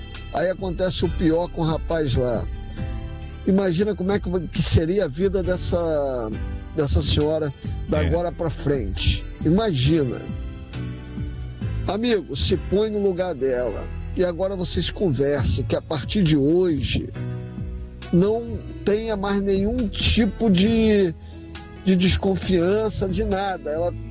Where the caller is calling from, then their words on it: Rio de Janeiro, Brazil; aplicativo aqui do Rio de Janeiro.